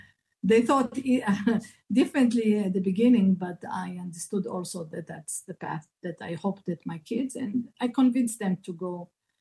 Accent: Ashdod, Southern District, Israel; also born or lived in Morocco; I was born in Morocco, and I did Aliyah, or came to Israel, when I was a year and a half, like 18 months, with my mother and grandmother. And since then, of course, we lived, all our three women, together in a city called Ashdod in Israel.

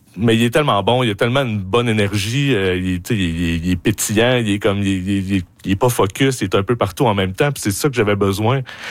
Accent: Quebec City, Quebec, Canada; moved away; retourner dans mon lieu de où j'ai grandi, ben oui, à Beauport, justement, à Limoilou, à Québec.

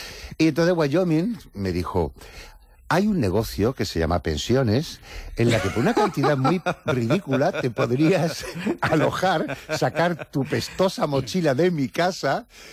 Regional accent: Cádiz, Andalusia, Spain; Pues aquí estoy en Cádiz, mi tierra, y feliz de la vida, la verdad.

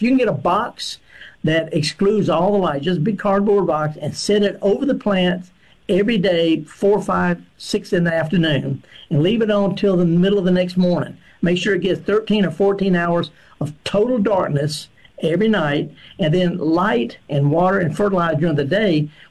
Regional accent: Woodville, Mississippi, United States; Oh, yeah. I'm from the Delta, Woodville. Woodville, that's right.

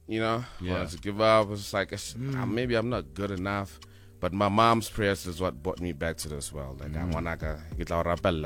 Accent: Mpumalanga, South Africa; first language Sepedi; English is a second language; I'm actually from Denelton and Mpumalanga

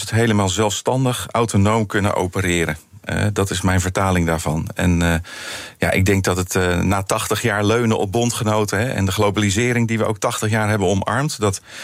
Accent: Netherlands

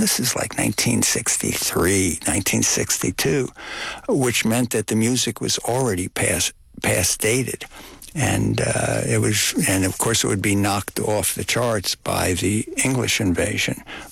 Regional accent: Brooklyn, New York, United States; And when I was growing up in Brooklyn, I would see the older kids on the corner hitting notes, as it were.

